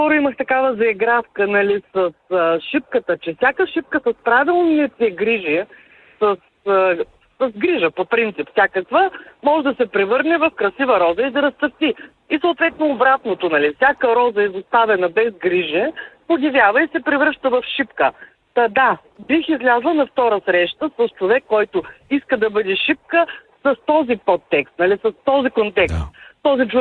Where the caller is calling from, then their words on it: Stara Zagora, Stara Zagora Province, Bulgaria; съм от Стара Загора